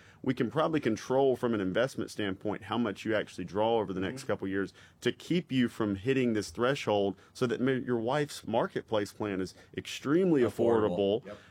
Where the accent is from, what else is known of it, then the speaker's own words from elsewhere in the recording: Mississippi, United States; I'm from Mississippi, and when we'd have these call centers, you'd hear the calls.